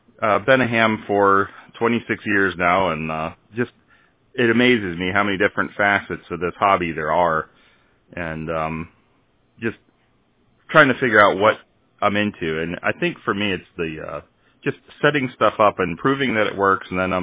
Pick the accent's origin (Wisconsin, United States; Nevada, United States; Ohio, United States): Ohio, United States; Conneaut; moved away; I'm originally from Conneaut, Ohio myself, so not too far from Erie.